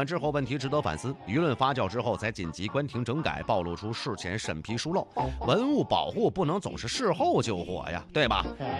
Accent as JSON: {"language": "Chinese", "region": "Northeast China", "country": "China", "accent": "Northeastern Mandarin", "said": "我们东北话里面这个就是不分嘛"}